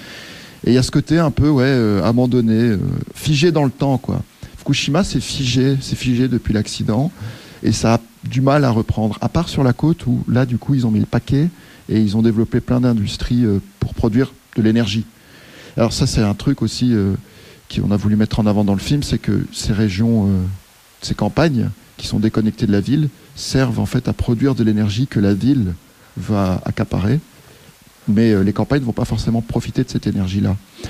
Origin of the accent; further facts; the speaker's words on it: Charleroi, Wallonia, Belgium; Moi, je viens de Charleroi.